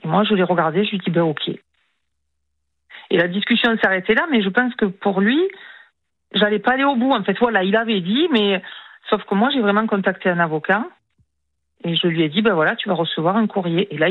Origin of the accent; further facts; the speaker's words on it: South, France; Oui, mais je suis du Sud.